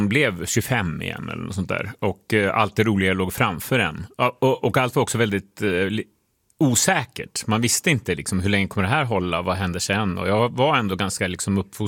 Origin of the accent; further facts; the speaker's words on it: Estonia; now in Sweden; från Estland varje sommar när de är där, för vi är från Estland.